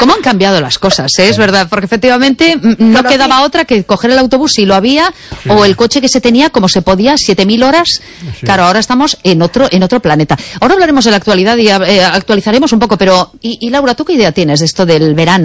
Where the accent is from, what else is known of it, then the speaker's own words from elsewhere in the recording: Vigo, Galicia, Spain; Ah, realmente, yo soy del Bao.